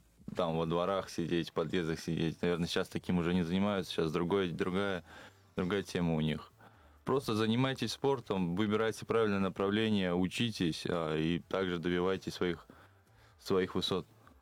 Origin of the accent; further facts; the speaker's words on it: Stepurino, Nizhny Novgorod Oblast, Russia; moved away; я из Нижегородской области, деревни Степурино.